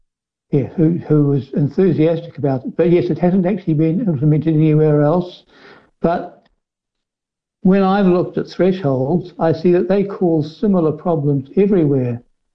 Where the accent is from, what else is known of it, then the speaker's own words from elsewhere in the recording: New Zealand; moved away as an adult; now in Bordeaux, France; Well, I guess I'm still a New Zealander. I love New Zealand, but I had to choose between one or other. I'm married to a French woman, so I'm here